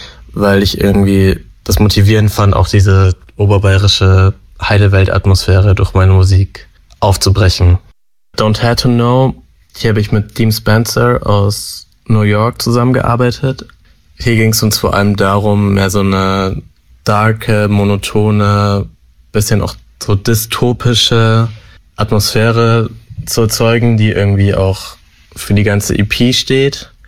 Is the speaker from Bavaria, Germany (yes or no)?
yes; Rosenheim, Bavaria, Germany; now in Vienna, Austria; Ich studiere Medienkunst und lebe in Wien, bin aber geboren und aufgewachsen in Rosenheim.